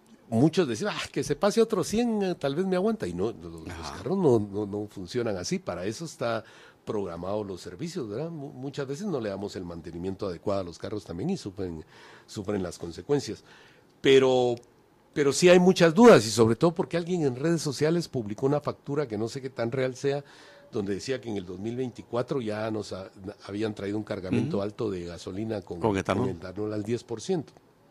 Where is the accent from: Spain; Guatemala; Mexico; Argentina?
Guatemala